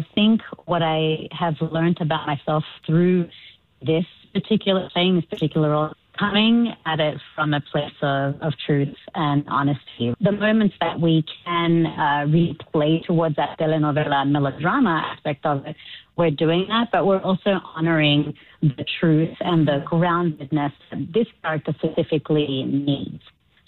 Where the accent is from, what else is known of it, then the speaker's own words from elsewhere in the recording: Sydney, New South Wales, Australia; also born or lived in Chile; I'm from Chile. I was born in Chile. And I grew up in Australia, in Sydney, Australia. And when I grew up, it was like late 90s, 2000s